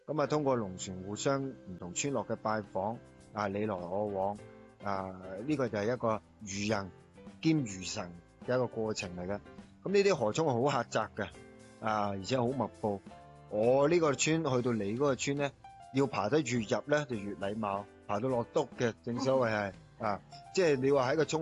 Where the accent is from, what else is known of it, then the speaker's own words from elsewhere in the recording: Guangdong, China; 我哋广府人